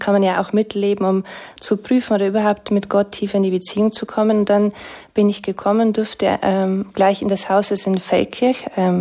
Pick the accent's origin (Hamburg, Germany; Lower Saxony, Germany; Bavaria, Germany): Bavaria, Germany; Ich bin in Bayern so traditionell katholisch aufgewachsen